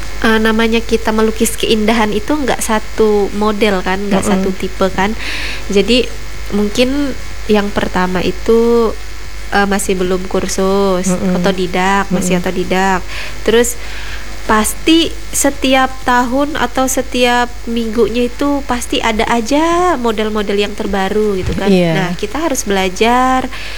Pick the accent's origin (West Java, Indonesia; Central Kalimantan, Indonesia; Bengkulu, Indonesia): Central Kalimantan, Indonesia; Seruyan